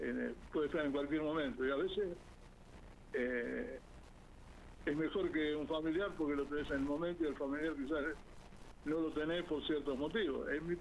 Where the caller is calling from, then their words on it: Buenos Aires, Argentina; De Villa del Parque.